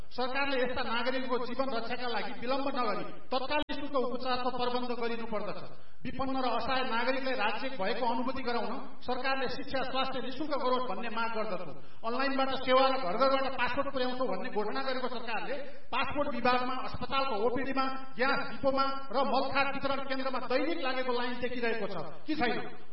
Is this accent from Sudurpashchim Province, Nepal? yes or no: yes; Sudurpashchim Province, Nepal; यस्तै मेरो गृह जिल्ला कैलाली लम्पिछुवा नगरपालिका वडा नम्बर 3